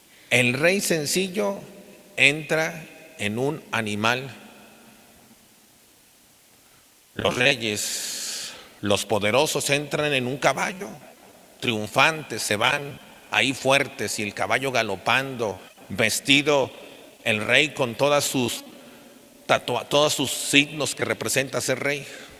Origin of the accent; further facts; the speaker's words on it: Mexico; Que el pueblo mexicano valgamos con lo que tenemos dentro.